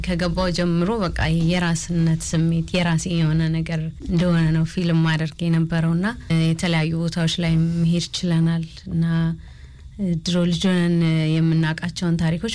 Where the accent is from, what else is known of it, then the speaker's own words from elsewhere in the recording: Bale, Oromia, Ethiopia; now in Addis Ababa, Ethiopia; ተወልጄ ያደግኩት ባሌ ነው፣ ባሌ ክፍለ ሀገር። ከዛ ወደ አዲስ አበባ ለትምህርት ነው የመጣሁት።